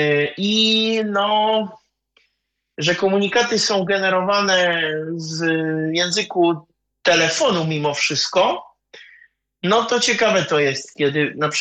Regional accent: Czechia; Jako, że jestem z Czech, to telefon mam po czesku

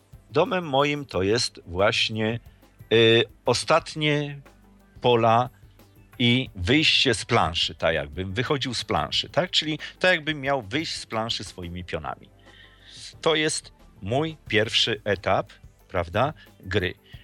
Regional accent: Łódź, Łódź Voivodeship, Poland; Ja jestem z Łodzi

